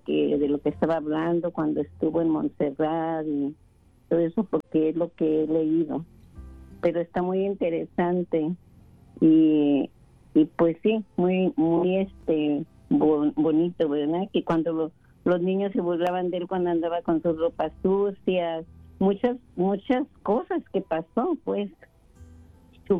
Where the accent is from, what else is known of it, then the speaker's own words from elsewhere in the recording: Whittier, California, United States; Soy de aquí